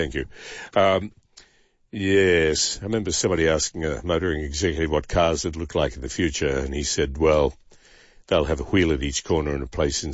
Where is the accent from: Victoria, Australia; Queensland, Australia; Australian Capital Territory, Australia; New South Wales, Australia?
Victoria, Australia; Melbourne; I'm from Melbourne too, and exactly like Martin, I listen to 2GB all the time.